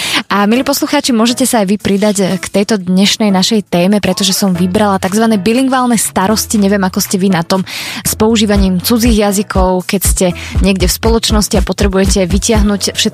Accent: Bratislava, Bratislava Region, Slovakia; ja ako Bratislavčan sa ledva na východe dohovorím

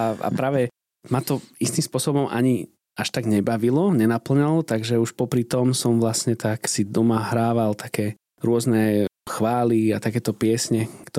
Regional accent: Bratislava, Bratislava Region, Slovakia; Áno, takže … a pochádzam z Bratislavy

